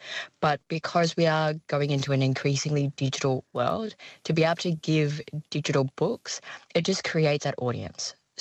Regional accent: New South Wales, Australia; I'm a Bundjalung woman. I grew up on Far North New South Wales, and the only books that I had in my school library were How the Birds Got Their Colours, How the Echidna Got Their Spikes.

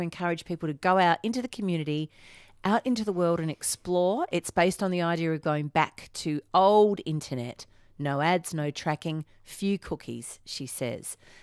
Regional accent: Brighton, South East England, United Kingdom; You know, I grew up in Brighton on Brighton Road or whatever.

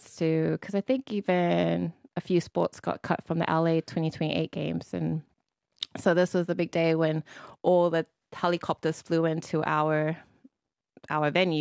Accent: Samoa; now in Australia; So I grew up sailing in Samoa.

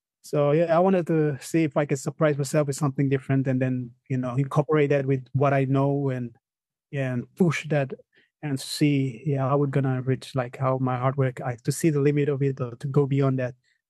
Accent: Papua New Guinea; They thought that I'm from from Brazil or other places. I don't know how they, Then when I told them PNG, it's like, well, where is PNG?

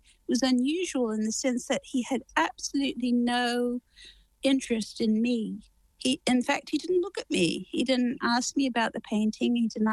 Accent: Australia; I'm an Australian.

